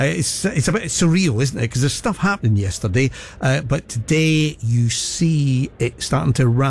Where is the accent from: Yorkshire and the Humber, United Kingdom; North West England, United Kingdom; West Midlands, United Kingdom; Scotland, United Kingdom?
Scotland, United Kingdom; And as a Scot, I would always say Murrayfield.